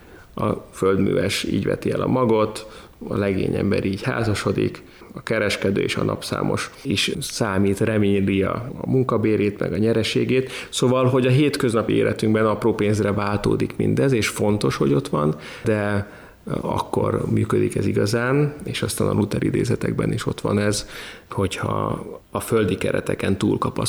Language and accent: Hungarian; Hungary; magyarként úgy szoktuk magunkat definiálni, hogy milyen busongó nép vagyunk